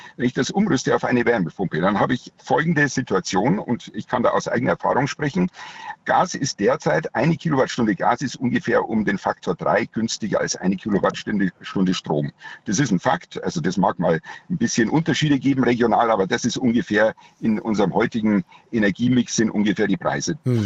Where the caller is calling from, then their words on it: Munich, Bavaria, Germany; ich bin selbst aus München